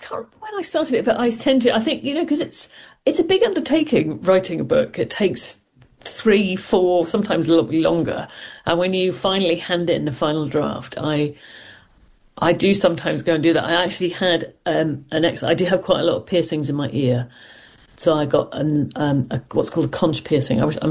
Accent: Ireland; also born or lived in Scotland; now in United Kingdom; Well, I think when we moved in the mid-70s, obviously relations between Britain and Ireland were a very, very low ebb

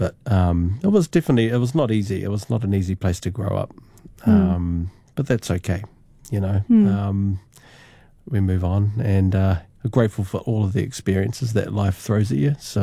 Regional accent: New Zealand; It was definitely hard especially for my friends who are also Māori or, they struggled.

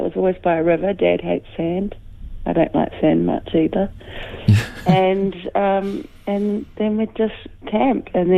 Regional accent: Hawke's Bay, New Zealand; I grew up in Hawke's Bay

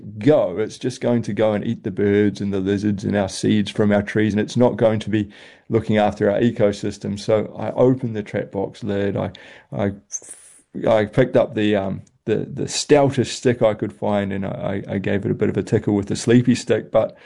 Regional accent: New Zealand; we in Aotearoa have made our traditional cloaks out of kiwi feathers.

